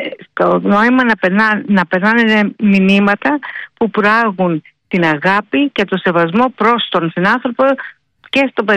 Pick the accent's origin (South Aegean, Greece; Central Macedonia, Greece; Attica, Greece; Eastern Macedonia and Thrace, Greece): South Aegean, Greece; Filoti; Από το Φιλότι στην Άξο και με την ομάδα της Αιγαίου έχουμε κάνει εκεί ένα λαογραφικό εκκλησιαστικό μουσείο.